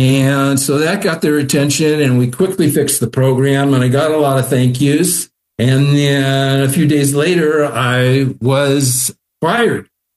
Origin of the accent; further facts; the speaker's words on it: Beverly Hills, California, United States; But I got to Beverly Hills and I loved working there because it's my hometown. I mean, I was president of the Little League here.